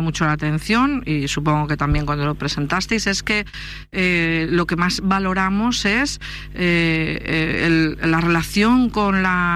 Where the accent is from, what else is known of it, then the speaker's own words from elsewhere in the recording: Elche, Valencian Community, Spain; es que yo soy de Carrús, ¿sabes, Antonio?